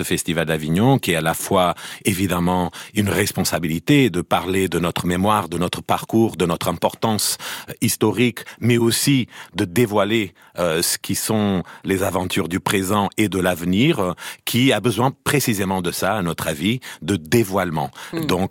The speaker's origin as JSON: {"language": "French", "country": "Portugal", "said": "et je parle avec tout toute complètement à l'aise parce que je suis portugais"}